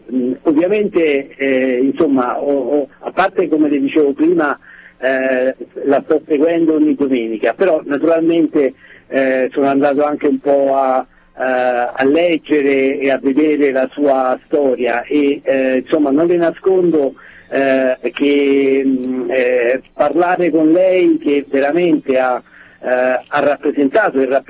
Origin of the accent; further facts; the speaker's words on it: Naples, Campania, Italy; now in Ostuni, Italy; io sono napoletano di origine. E attualmente vivo in Puglia, ad Ostuni, nota, devo dire, nel mondo come la città bianca